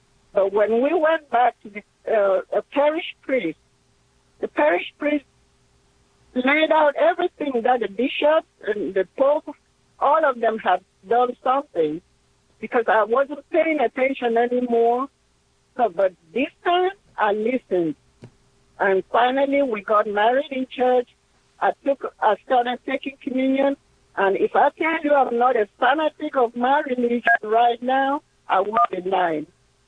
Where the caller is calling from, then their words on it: Houston, Texas, United States; I'm calling from Houston, Texas on 1430 a.m.